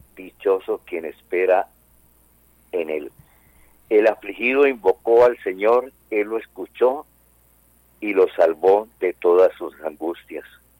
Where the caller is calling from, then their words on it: Cúcuta, Norte de Santander, Colombia; Estoy aquí en la hermosa ciudadela de Juan Atalaya.